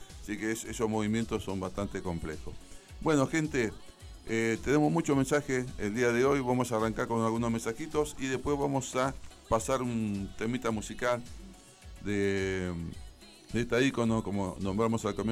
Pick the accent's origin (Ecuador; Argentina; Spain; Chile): Argentina; esa unión que tenemos que tener como argentinos en todas las cosas